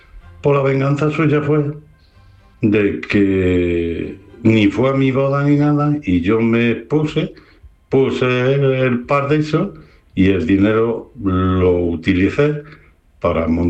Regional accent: Extremadura, Spain; moved away; Y yo estaba de mi casa a casi 1000 y pico de kilómetros porque me fui de Extremadura a Cataluña, estuve en Madrid, en Valencia, en Barcelona, Girona, por ahí, haciendo los estudios, las prácticas

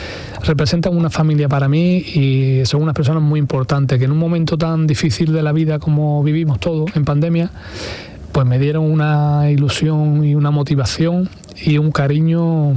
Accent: Santa Bárbara de Casa, Andalusia, Spain; moved away as an adult; now in Seville, Spain; en Sevilla desde que tengo 20 años, pero en pandemia me fui a vivir a mi pueblo. Yo soy de Santa Bárbara de Casa, del Andévalo, de Huelva, y allí viví 2 años, el transcurso de la pandemia

